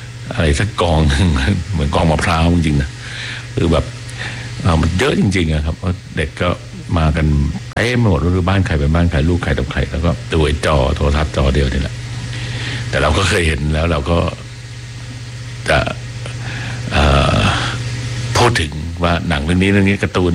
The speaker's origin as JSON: {"language": "Thai", "region": "Bangkok", "country": "Thailand", "tie": "born or raised there", "also_born_or_lived": "Bang Khonthi, Samut Songkhram", "said": "เราก็เป็นเด็กกรุงเทพนะฮะที่มีไฟฟ้าแล้วก็มีโทรทัศน์ดู"}